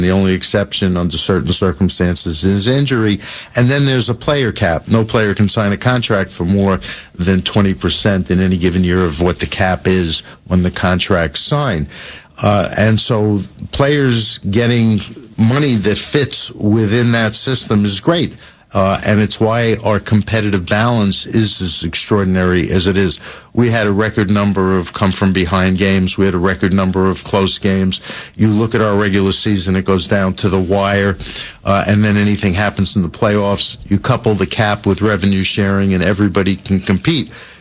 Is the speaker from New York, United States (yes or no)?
yes; New York, United States; You know, growing up in New York, you had all the majors.